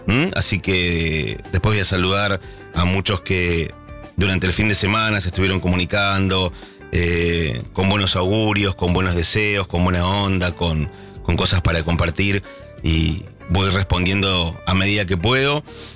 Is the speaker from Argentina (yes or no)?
yes; Argentina; nosotros como argentinos